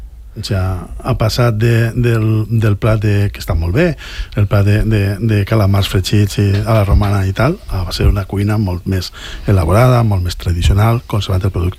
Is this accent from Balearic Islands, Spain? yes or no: no; Oliva, Valencian Community, Spain; Oliva és un potencial gastronòmic. O sea, jo... amb el meu poble.